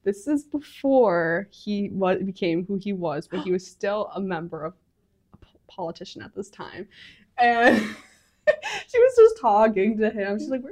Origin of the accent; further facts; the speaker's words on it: United States; growing up in the States